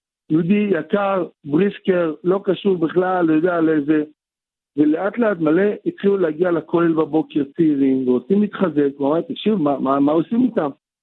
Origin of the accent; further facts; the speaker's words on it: Jerusalem, Jerusalem District, Israel; now in Tel Aviv, Israel; הייתי גר בגאולה, בירושלים.